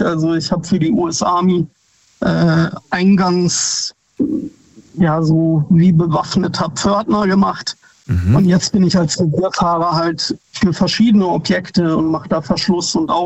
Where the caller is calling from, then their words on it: Neuffen, Baden-Württemberg, Germany; ich komme aus Neuffen. Ich weiß nicht, ob das dir was sagt.